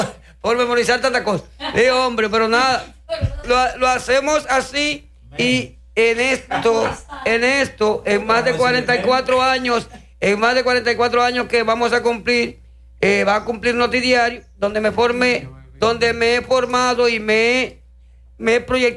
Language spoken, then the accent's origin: Spanish; Puesto Grande, Espaillat, Dominican Republic; moved away; allá en mi tierra, señores, en Puesto Grande